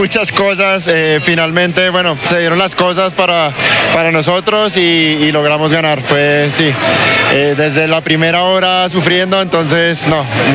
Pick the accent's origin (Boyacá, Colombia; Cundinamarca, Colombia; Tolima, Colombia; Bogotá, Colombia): Bogotá, Colombia; Así es, somos de Bogotá, todos los pilotos que venimos somos de Bogotá